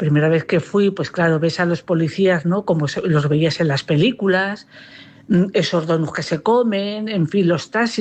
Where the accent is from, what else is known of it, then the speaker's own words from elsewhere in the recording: Madrid, Community of Madrid, Spain; born there; quizá porque soy madrileña, yo nací en Carabanchel